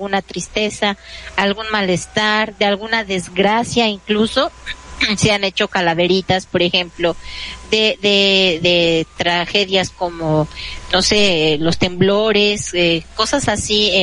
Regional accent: Mexico; Yo soy mexicana y yo amo ser mexicana. Yo estoy muy orgullosa de mis raíces, de mis ancestros, de todo lo que he aprendido de esta bella cultura

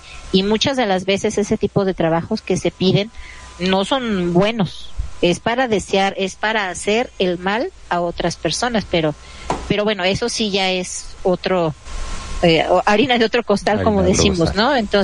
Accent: Mexico; Yo soy mexicana y yo amo ser mexicana. Yo estoy muy orgullosa de mis raíces, de mis ancestros, de todo lo que he aprendido de esta bella cultura

